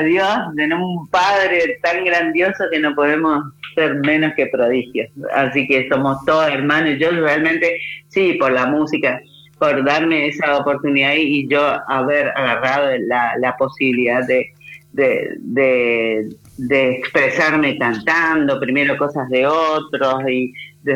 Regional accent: Mercedes, Corrientes, Argentina; moved away; en mi pueblo, en nuestra tierra natal, Mercedes Corrientes

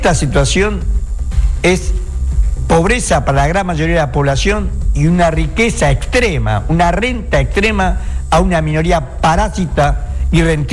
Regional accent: Tucumán, Argentina; born there; Yo soy tucumano de nacimiento, o sea que hablo con fundamento.

